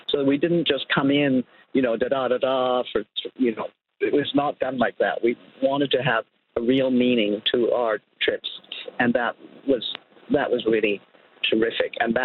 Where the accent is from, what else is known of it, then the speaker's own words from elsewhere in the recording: Ottawa, Ontario, Canada; I grew up in Ottawa